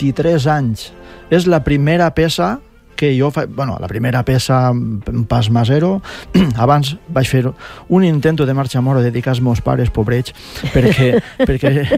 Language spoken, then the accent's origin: Catalan; Albaida, Valencian Community, Spain; jo soc d'Albaida